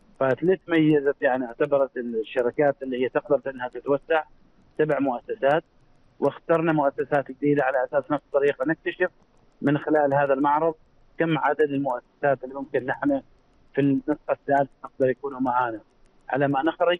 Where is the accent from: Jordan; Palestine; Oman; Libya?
Oman; نحن كعمانيين